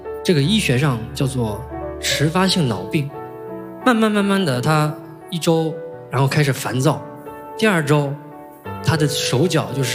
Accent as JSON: {"language": "Chinese", "town": "Yan'an", "region": "Shaanxi", "country": "China", "said": "然后我是来自陕西延安，啊，是一名石油化工的销售人员。"}